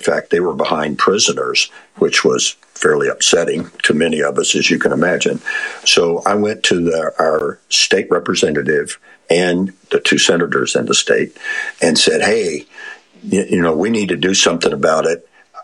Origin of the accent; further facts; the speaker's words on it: Deep South, United States; moved away; I grew up in the Deep South, and in the Deep South, there's a very strong military culture.